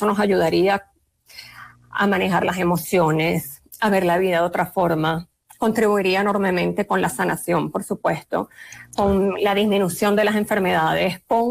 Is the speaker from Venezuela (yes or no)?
yes; Venezuela; now in Colombia; antes de venir a Colombia, yo soy venezolana, pero ya tengo 16 años viviendo acá. Sí, soy colombiana.